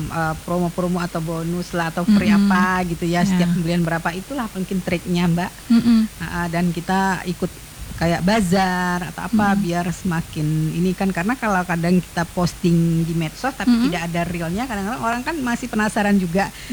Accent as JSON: {"language": "Indonesian", "town": "Palembang", "region": "South Sumatra", "country": "Indonesia", "said": "kalau kita wong Palembang nyebutnya ya"}